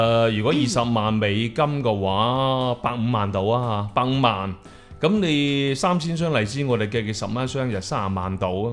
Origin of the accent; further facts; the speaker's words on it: Guangdong, China; 我哋廣東人講啊，濕咗頭你要做噶啦喎